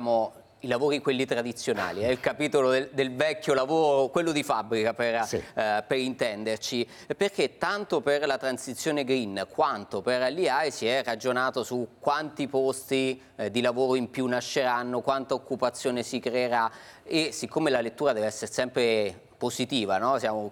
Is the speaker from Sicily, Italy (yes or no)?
no; Umbria, Italy; Io vengo dalla provincia di Terni, cioè siamo certo, cresciuti quindi... e abbiamo respirato quella roba lì per decenni.